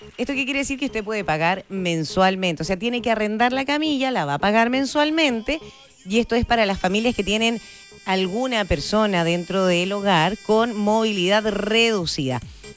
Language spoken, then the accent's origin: Spanish; Chile